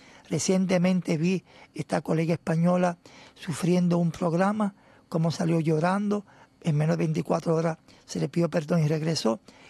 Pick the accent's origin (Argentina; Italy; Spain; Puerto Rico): Puerto Rico; nuestra parcialidad y subjetividad como puertorriqueños